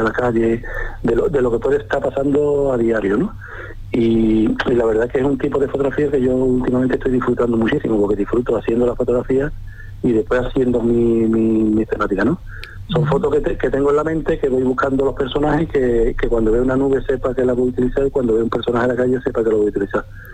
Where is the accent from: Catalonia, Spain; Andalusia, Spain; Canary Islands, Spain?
Andalusia, Spain; Cádiz; moved away as an adult; now in Puerto Real, Spain; Yo soy de Cádiz, pero vivo en Puerto Real desde hace ya 32 años.